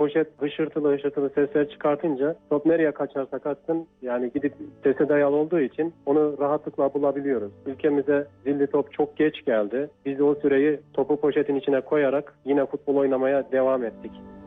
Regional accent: Çatalhöyük, Kayseri, Turkey; born there; also born or lived in Develi; Kayseri'nin Develi ilçesinin Çatalhöyük köyünde 93 yılında dünyaya geldim.

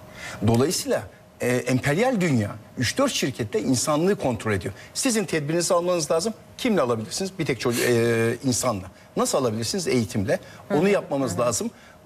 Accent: Rize, Turkey; Ben Rize'yim.

